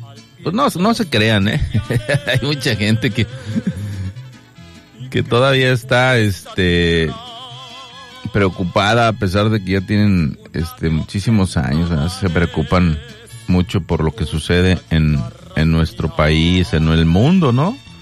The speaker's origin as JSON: {"language": "Spanish", "country": "Mexico"}